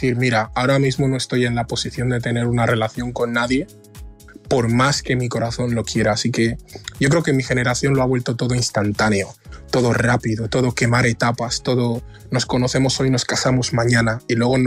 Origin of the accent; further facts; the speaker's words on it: Equatorial Guinea; hay gente a la que le resulta difícil creer que yo soy ecuatoguineano.